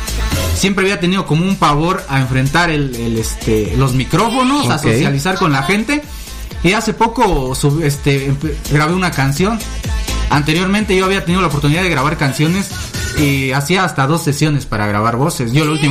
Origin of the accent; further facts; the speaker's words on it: Copainalá, Chiapas, Mexico; Y en mi pueblo, en Copainalá, Chiapas, yo vendo tortas.